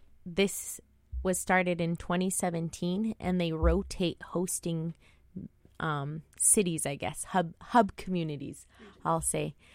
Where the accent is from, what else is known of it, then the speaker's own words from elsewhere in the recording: Buckland, Alaska, United States; I'm from Buckland. … And my grandparents are … all from Buckland.